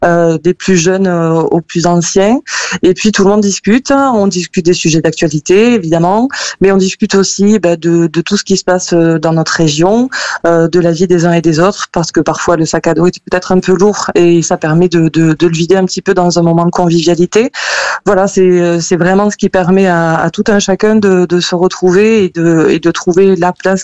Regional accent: France; moved away as an adult; Oui, je suis native de Vaillourle, j'ai grandi ici. Alors après, j'ai travaillé ailleurs, mais je suis revenue aux sources.

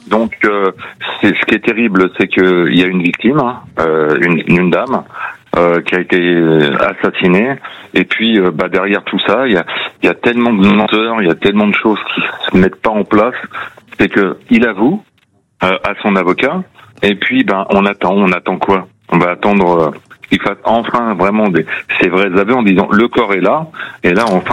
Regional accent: Courson-les-Carrières, Bourgogne-Franche-Comté, France; Alors, moi, je suis de Courson-les-Carrières, à côté d'Auxerre.

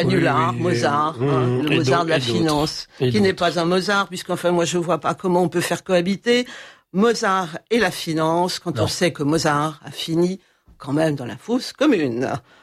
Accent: Lyon, Auvergne-Rhône-Alpes, France; Absolument, j'adore moi les vins de Bourgogne. Je suis lyonnaise d'origine.

